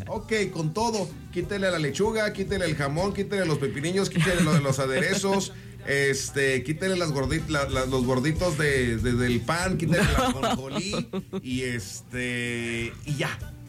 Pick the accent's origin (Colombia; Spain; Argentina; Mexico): Mexico; Somos mexicanos.